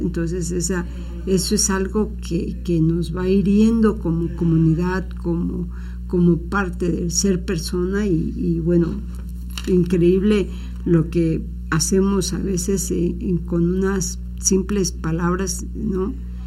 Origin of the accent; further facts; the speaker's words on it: Veracruz, Mexico; Y yo también soy jarocha